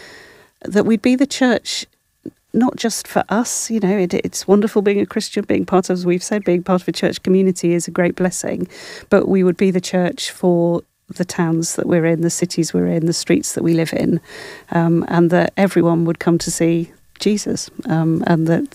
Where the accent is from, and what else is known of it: Wales, United Kingdom